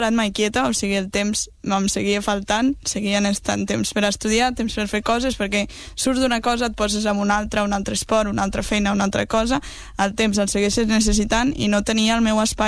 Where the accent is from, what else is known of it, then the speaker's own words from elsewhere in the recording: Lleida, Catalonia, Spain; now in Barcelona, Spain; em vaig mudar aquí a Barcelona per fer la carrera, jo també sóc de Lleida